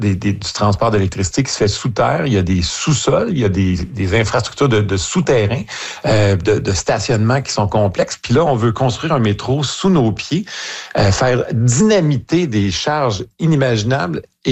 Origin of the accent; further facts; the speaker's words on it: Montreal, Quebec, Canada; chez nous à Montréal, c'est le maire Sarto-Fournier qui est le maire de Montréal.